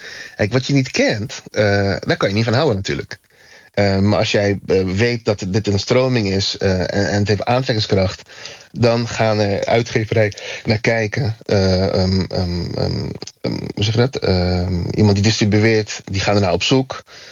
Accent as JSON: {"language": "Dutch", "country": "Netherlands", "said": "En we komen uit Nederland, Europa."}